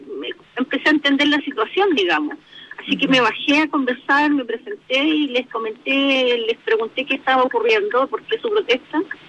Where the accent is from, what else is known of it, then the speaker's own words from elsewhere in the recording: Santiago, Santiago Metropolitan Region, Chile; Vamos viajando a Santiago, porque nosotros somos de acá de Santiago.